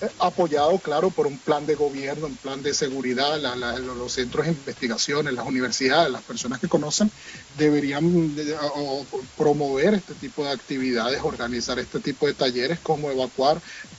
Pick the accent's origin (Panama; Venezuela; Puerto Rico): Venezuela; de mi infancia en Venezuela, en los colegios sí se realizaban prácticas de evacuación